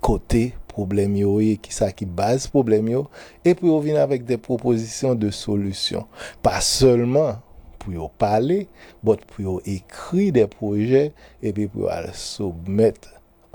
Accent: Haiti; capable de gagner une image qui est beaucoup plus positive, qui beaucoup une image positive comparativement à l'image que y a bah nous là. Une image de marginalisation, une image côté que nous-mêmes, en tant que peuple, en tant que communauté

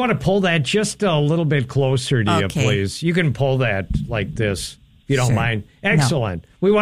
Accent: Willmar, Minnesota, United States; born there; moved away; I grew up Methodist, my wife and I, so in Wilmer. But I was born at Abbott Northwestern in Minneapolis.

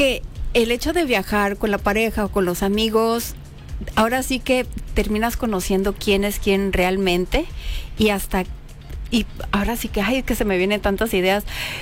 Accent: Mexico

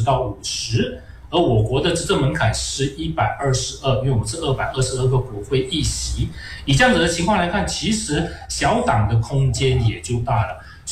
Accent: Malaysia; 过去我们马来西亚人常常在华人群里面常常提到一首说

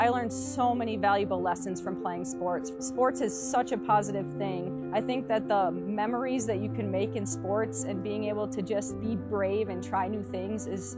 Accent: Minnesota, United States; moved away as an adult; now in New Mexico, United States; I grew up in Minnesota

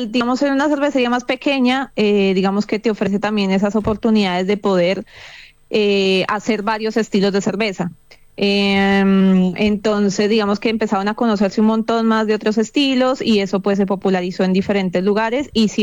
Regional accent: Colombia; yo soy de Colombia, en Colombia también hubo, digamos que un boom

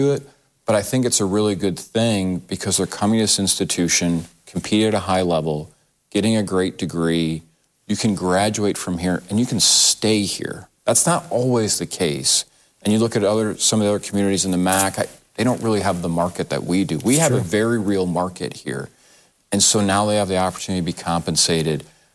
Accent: Milwaukee, Wisconsin, United States; moved away as an adult; now in Toledo, United States; growing up in Milwaukee, going to the University of Iowa

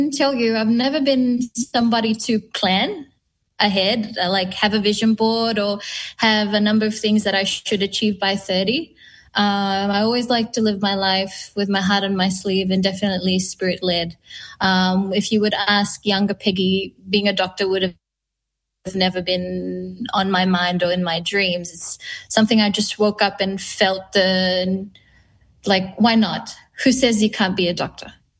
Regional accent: Nekorokoro, Eastern Division, Fiji; my Vasu link, I am from Nekorokoro in the Tikina of Sanima in Kandavu. So, Southern girl at heart, representing the North.

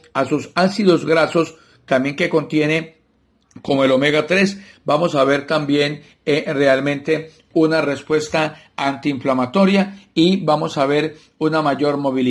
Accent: Colombia

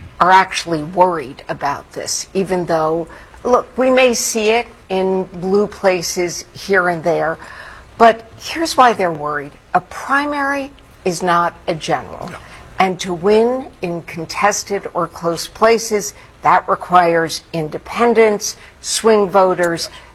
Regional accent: New York, United States; I'm a New Yorker. I say this from a place of love.

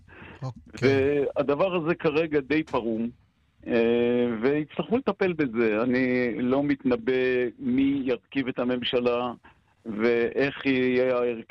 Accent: Ein Gev, Northern District, Israel; תראה, רוני, אני גדלתי בקיבוץ אינגר. כל ילדותי, רמת הגולן רבצה כפשוטו מעל קיבוץ אינגר, עם מרגמות, עם תותחים, עם ירי על הדייגים בכנרת.

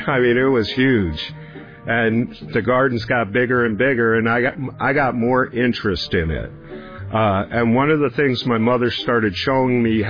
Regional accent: New York City, New York, United States; I grew up in New York, and we were fortunate enough to be one of the houses on the block that had a yard. And my mother made beautiful gardens. And that was rare for New York City.

